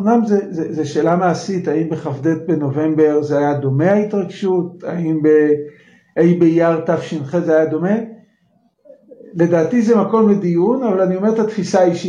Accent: Bnei Brak, Tel Aviv District, Israel; אני גדלתי בבני ברק, זה היה בשנים הראשונות של המדינה

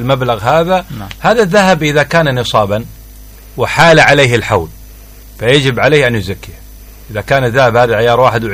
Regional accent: Mukalla, Hadhramaut, Yemen; accent: Mukalla colloquial dialect; رح نتكلم باللهجة الدارجة عندنا في المكلة

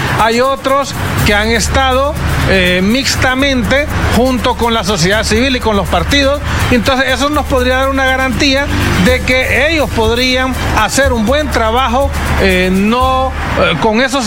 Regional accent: Honduras; nosotros como hondureños estamos exigiéndole a los partidos tradicionales

